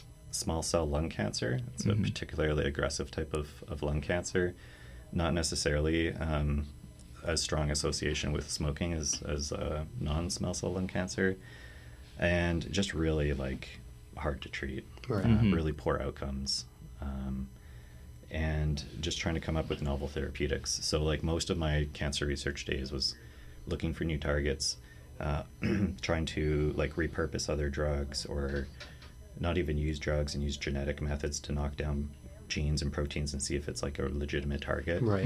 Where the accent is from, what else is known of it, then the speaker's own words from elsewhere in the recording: Thunder Bay, Ontario, Canada; moved away as an adult; also born or lived in Ottawa / Calgary; now in Hamilton, Canada; I'm originally from Thunder Bay, so Northern Ontario, not a large city, but like a decent size, the biggest one in that region. And I decided to go to Ottawa for a bachelor's in biochemistry.